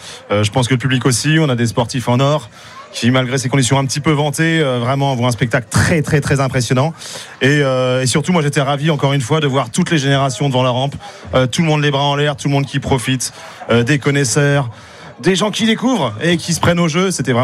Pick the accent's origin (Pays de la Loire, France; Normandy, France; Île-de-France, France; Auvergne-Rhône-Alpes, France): Normandy, France; chez nous dans la Manche